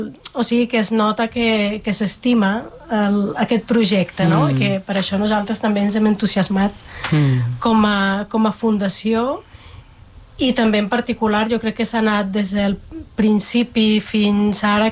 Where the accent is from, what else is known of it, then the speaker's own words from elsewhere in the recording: Colombia; Catalan is a second language; now in Catalonia, Spain; I jo sóc de Colòmbia i porto, ara al setembre farà 30 anys que sóc a Catalunya, i en aquests 30 anys els he viscut tots a muntanya.